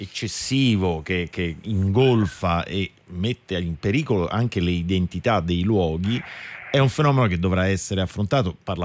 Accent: Rome, Lazio, Italy; Roma, che insomma conosco molto bene essendo romano

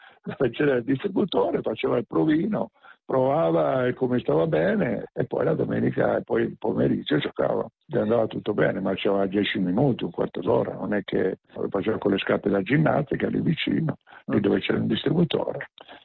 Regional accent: Tuscany, Italy; Sono originario della provincia di Pisa, mi mettono tutti Siena, ma io no, provincia di Pisa io

